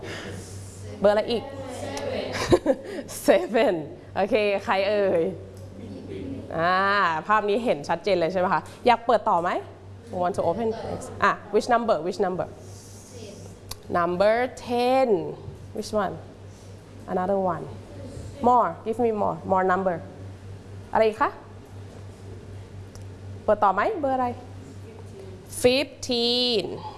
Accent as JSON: {"language": "Thai", "region": "Udon Thani", "country": "Thailand", "said": "I am from อุดรธานีนะคะจังหวัดอุดรธานีที่ภาคอีสานของเรานี่เองนะคะ"}